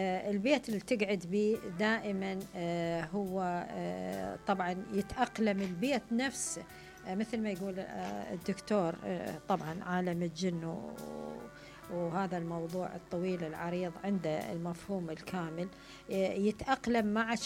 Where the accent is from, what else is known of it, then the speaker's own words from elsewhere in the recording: Iraq; احنا عندنا في العراق